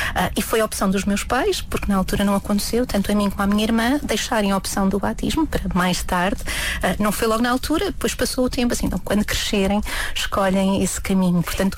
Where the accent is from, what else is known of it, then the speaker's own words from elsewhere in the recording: Mértola, Alentejo, Portugal; moved away; Eu sou do Conselho de Mértola, de uma das freguesias do Conselho de Mértola, portanto o Alentejo muito profundo. Foi lá que nasci, foi lá que vivi os primeiros anos da minha vida